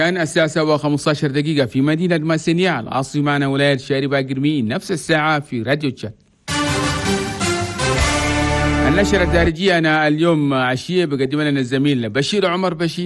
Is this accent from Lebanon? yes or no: no; Chad